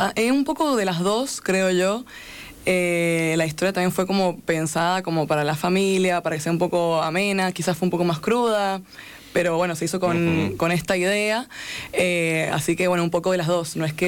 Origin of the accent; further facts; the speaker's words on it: San Juan, Argentina; Todos de San Juan. Producción y elenco somos de San Juan.